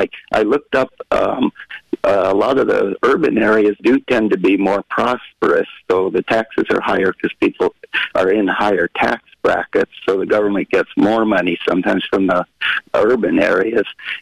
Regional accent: Washington, United States; where I grew up near Pullman, Washington, is Hell's Canyon.

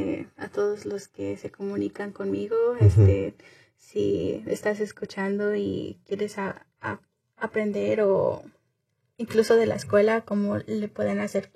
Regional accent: Waukegan, Illinois, United States; Incluso aquí, empezando en Waukegan.

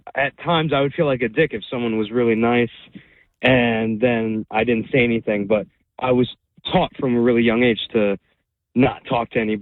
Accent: New York, United States; born there; also born or lived in New Jersey; now in Flanders, New Jersey, United States; originally from New York, but then moving to Jersey

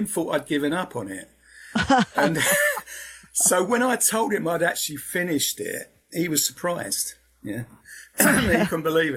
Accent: London, United Kingdom; born or raised there

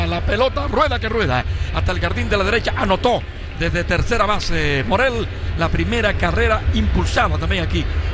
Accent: Camarioca, Matanzas, Cuba; Sí. Pegado a la playa azul ahí de Varadero. Criado ahí en lo que es Camarioca, en La Boca.

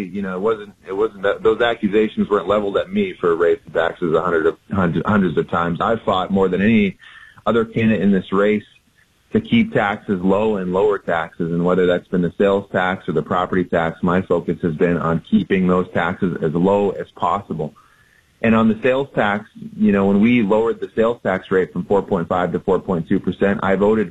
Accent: Dell Rapids, South Dakota, United States; born there; also born or lived in Yankton, South Dakota; I was born in Yankton, actually, and did a little growing up there. My family moved up to Del Rapids when I was a kid.

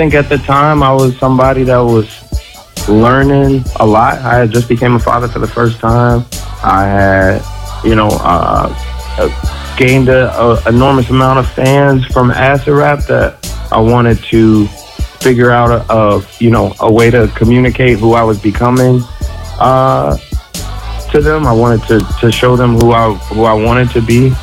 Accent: Chicago, Illinois, United States; I grew up in the Chicago hip hop scene. Like, there's no major label system there.

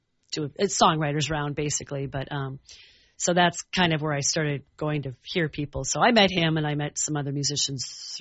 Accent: Minnesota, United States; moved away as an adult; also born or lived in Portland, Oregon; I am from Minnesota. I grew up in Matamidi. And then when I was 20, I moved to Portland, Oregon. And I lived there until I was 33.

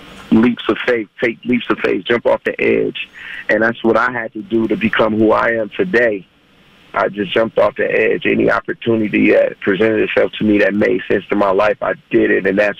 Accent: Milwaukee, Wisconsin, United States; born or raised there

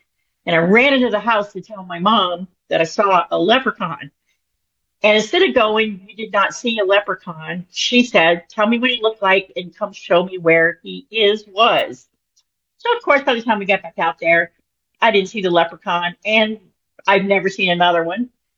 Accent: New Orleans, Louisiana, United States; but I'm from New Orleans, so I feel like that kind of comes with the New Orleans territory

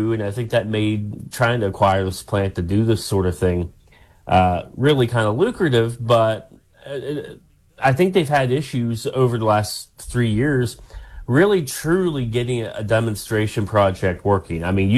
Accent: Pleasants County, West Virginia, United States; I'm from Pleasants County.

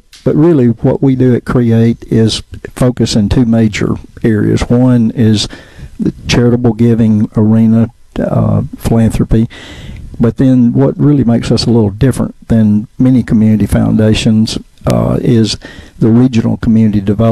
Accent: Amory, Mississippi, United States; It's the disaster relief response, and of course, I grew up in Amory

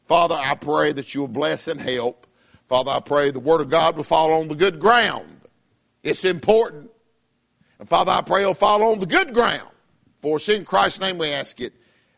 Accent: the South, United States; I'm from the South, I can say ain't.

